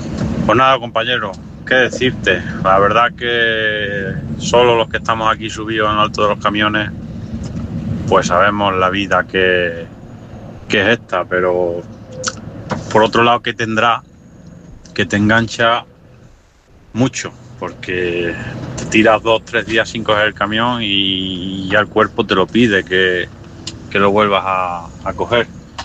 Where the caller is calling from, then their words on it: Ciudad Real, Castilla-La Mancha, Spain; Aquí … de Ciudad Real